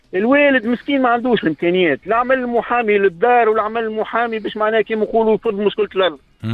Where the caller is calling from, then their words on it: Mnihla, Ariana Governorate, Tunisia; من المنيهلة.